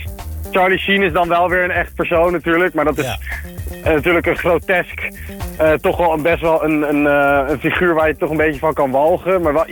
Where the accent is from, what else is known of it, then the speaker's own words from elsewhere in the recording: Haarlem, North Holland, Netherlands; Nou ja, we zijn hele nette jongens hoor, dus het valt nog wel mee. We komen uit Haarlem, tenslotte.